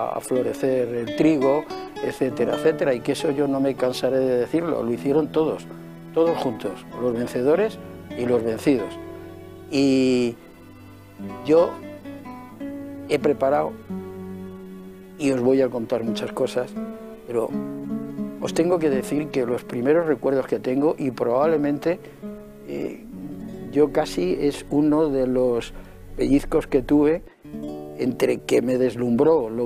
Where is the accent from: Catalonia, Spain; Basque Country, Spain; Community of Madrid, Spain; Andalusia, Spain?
Community of Madrid, Spain; Madrid; nosotros vivíamos donde nací, muy cerca de Rosales, en el barrio de Argüelles, entre Rosales y la Plaza España, y en una calle que se llamaba Víctor Pradera de Soltera, ahora es Juan Álvarez Mendizábal.